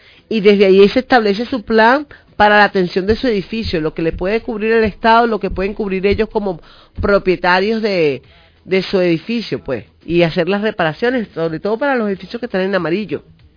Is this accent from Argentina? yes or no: no; Venezuela; somos venezolanas y venezolanos